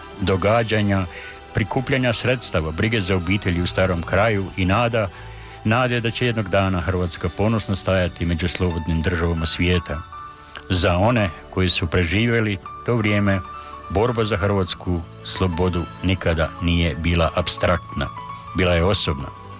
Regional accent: Canada; Многи нас који смо рођени и одрасли у Канади, одрасли смо са слободама и приликама о којима су наши родители, баке и дедови могли само сањати за Хорватску.

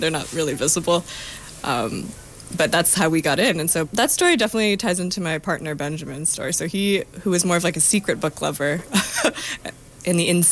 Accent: Calgary, Alberta, Canada; also born or lived in Vancouver; now in Edmonton, Canada; growing up in Calgary

